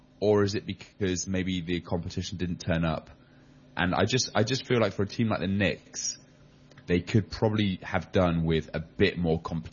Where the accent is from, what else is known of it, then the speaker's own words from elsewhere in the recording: England, United Kingdom; now in France; I'm English.